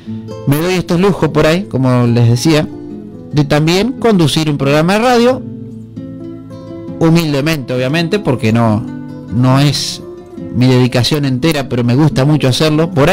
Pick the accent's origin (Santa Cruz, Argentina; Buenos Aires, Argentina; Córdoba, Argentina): Buenos Aires, Argentina; San Manuel; born there; Y estábamos en San Manuel, tenía 15 años yo.